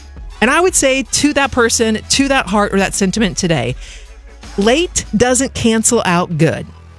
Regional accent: Oregon, United States; I grew up in Oregon, and that should explain everything.

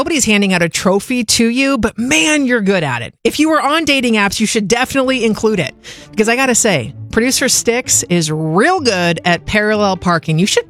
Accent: Portland, Oregon, United States; moved away; I'm from Portland, Oregon

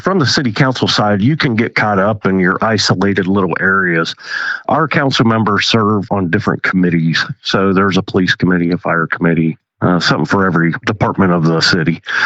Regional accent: Harrison, United States; I was born and raised in Harrison. Spent my whole life pretty much running around the streets of Harrison

